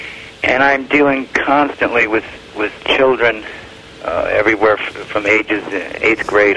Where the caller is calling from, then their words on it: Ringtown, Pennsylvania, United States; Pennsylvania, Ringtown, Pennsylvania.